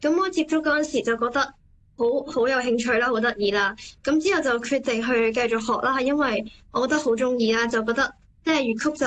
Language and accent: Cantonese; Hong Kong; 我嚟自香港，